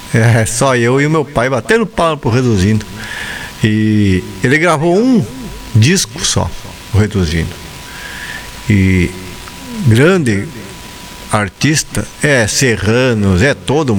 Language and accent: Portuguese; São Nicolau, Rio Grande do Sul, Brazil; lá de São Nicolau, onde eu me criei na primeira querência